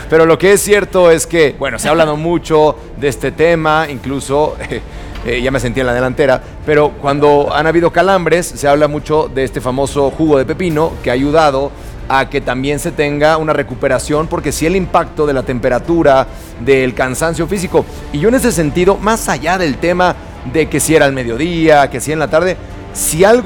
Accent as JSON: {"language": "Spanish", "country": "Mexico", "said": "Yo voy a decir una cosa como mexicano"}